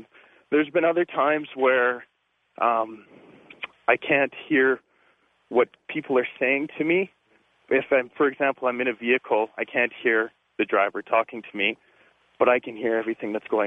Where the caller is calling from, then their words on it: Winnipeg, Manitoba, Canada; I'm calling from Winnipeg.